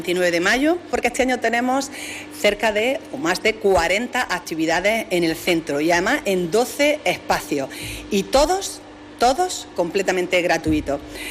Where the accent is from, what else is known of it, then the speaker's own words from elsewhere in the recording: Almería, Andalusia, Spain; y para los más disfrutones, que somos todos los almerienses